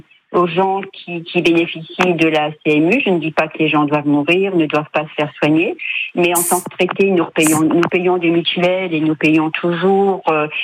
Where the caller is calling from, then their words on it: Boulogne-sur-Mer, Hauts-de-France, France; De Boulogne-sur-Mer.